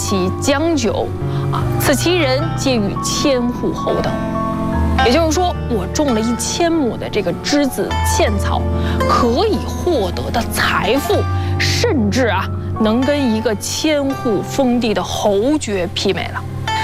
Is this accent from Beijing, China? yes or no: yes; Beijing, China; 我是因为从小在北京长大，